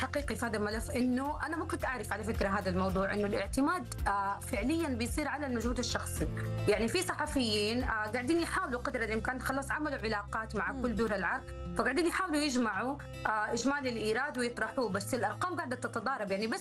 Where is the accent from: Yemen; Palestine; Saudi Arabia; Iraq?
Saudi Arabia; يعني زي ما بصير عندنا بالسعوديه، احنا عندنا هيئه الافلام مثلا تتولى هذه المهمه